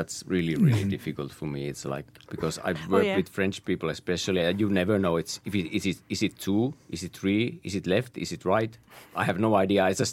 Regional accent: Oulu, North Ostrobothnia, Finland; Yeah, I come from Oulu, and we have a really peculiar music scene there.

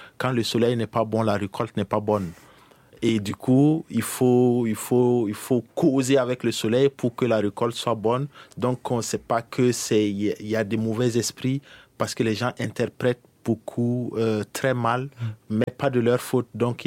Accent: Burkina Faso; moved away; en tant que Burkinabé

